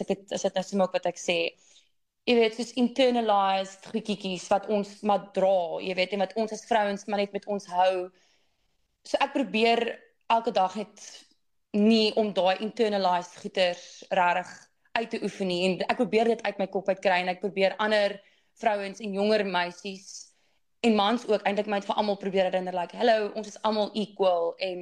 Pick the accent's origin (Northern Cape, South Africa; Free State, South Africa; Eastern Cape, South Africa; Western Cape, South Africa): Western Cape, South Africa; Durbanville; Ek het groot geword in Durbanville. Ek het twee broers.